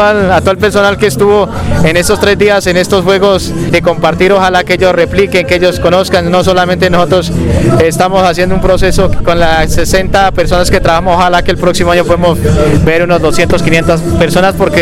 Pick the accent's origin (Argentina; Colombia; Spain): Colombia; Al final todos somos colombianos